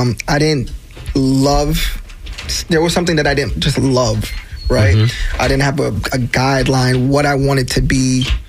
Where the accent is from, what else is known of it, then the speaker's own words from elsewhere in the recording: New York, United States; is born and raised Bronx, New York.